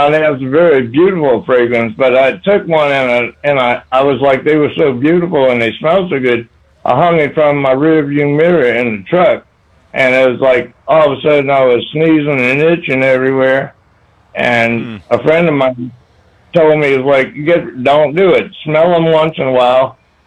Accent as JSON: {"language": "English", "town": "New Orleans", "region": "Louisiana", "country": "United States", "tie": "born or raised there", "said": "You know, I've seen white ones when I grew up in New Orleans."}